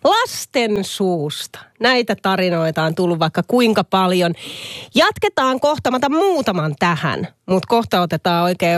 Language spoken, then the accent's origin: Finnish; Naantali, Southwest Finland, Finland; mä oon kans sieltä kotoisin. Siellä Kuparivuoren Lappalaisten mäellä.